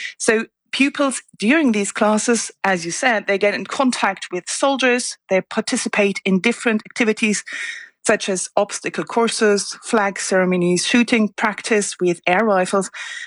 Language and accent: English; Germany; When you look at other countries, you know, my home country, Germany, the spirit there is certainly quite different.